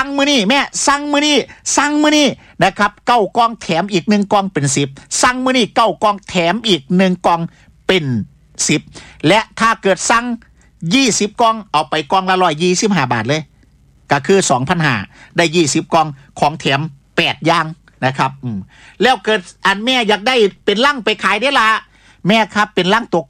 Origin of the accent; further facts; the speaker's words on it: Isan, Thailand; accent: Isan; ก็ต้องฉุดคิดนะว่าเราเนี่ยพูดภาษาอีสานพี่น้องทางภาคใต้ฟังก็ไม่ค่อยรู้เรื่อง